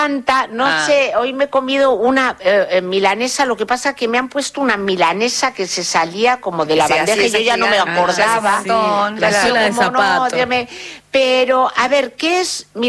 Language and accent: Spanish; Spain; es como, sí, soy española, pero.